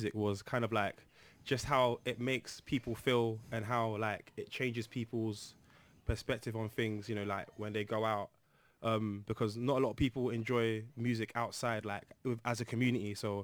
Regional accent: London, United Kingdom; as a Londoner

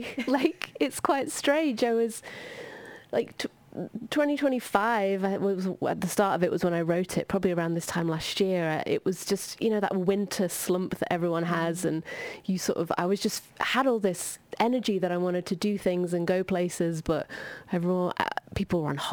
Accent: Doncaster, Yorkshire and the Humber, United Kingdom; We're all from Doncaster.

